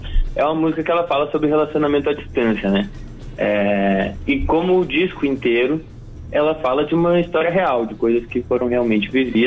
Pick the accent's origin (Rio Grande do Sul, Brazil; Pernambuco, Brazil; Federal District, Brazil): Rio Grande do Sul, Brazil; Porto Alegre; born there; now in São Paulo, Brazil; a gente é gaúcho, porto-alegrense, nascemos por aí, estamos bem acostumados com o frio.